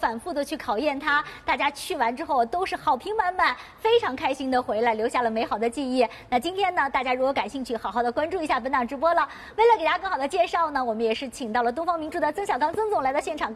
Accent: Shanghai, China; 尤其是我们上海人对英国特别的喜欢

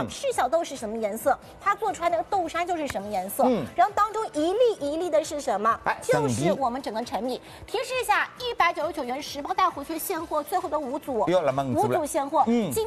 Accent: Shanghai, China

